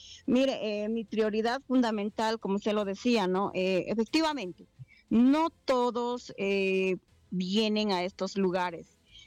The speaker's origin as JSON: {"language": "Spanish", "town": "Sucre", "region": "Chuquisaca", "country": "Bolivia", "moved": "as an adult", "lives_now": "Chuquisaca, Bolivia", "said": "Yo soy de Sucre"}